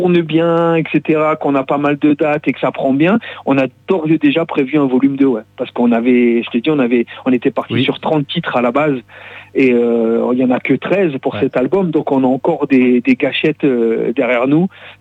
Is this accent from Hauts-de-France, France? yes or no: yes; Lille, Hauts-de-France, France; On fait la release party, donc la sortie pour la sortie du l'album chez nous, enfin chez nous, à Lille, parce que c'est là-bas que tout l'enregistrement s'est fait, etc. À Comines plus précisément, dans le 5-9.